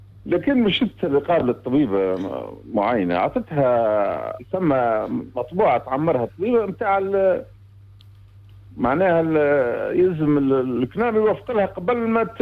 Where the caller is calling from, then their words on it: Oum El Araies, Gafsa Governorate, Tunisia; من العرايس.